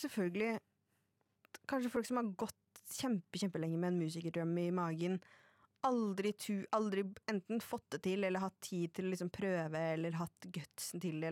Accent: Lillehammer, Innlandet, Norway; moved away as an adult; jeg bodde hjemme på Lillehammer selv.

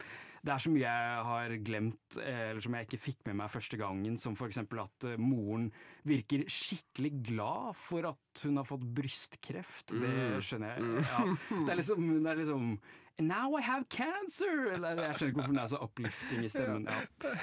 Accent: Oslo, Norway; jeg er fra Holmlia.

